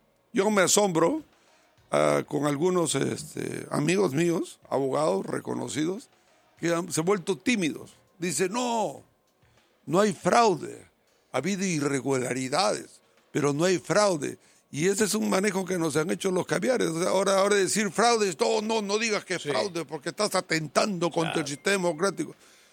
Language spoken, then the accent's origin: Spanish; Peru; Yo tengo derecho como peruano a elegir y ser elegido.